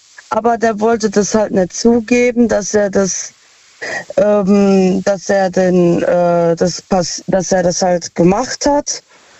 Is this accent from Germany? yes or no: yes; Ludwigshafen, Rhineland-Palatinate, Germany; Aus Lu, also aus Ludwigshafen.